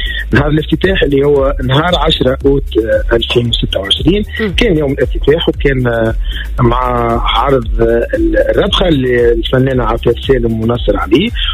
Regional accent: Ettadhamen, Ariana Governorate, Tunisia

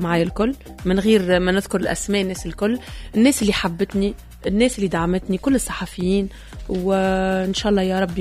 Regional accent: Nabeul, Nabeul Governorate, Tunisia; تربيت هكاكا ربيتني الخروبة هنا

